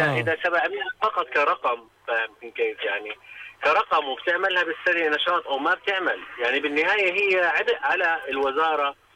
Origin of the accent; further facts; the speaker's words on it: Jordan; احنا في عندنا بالأردن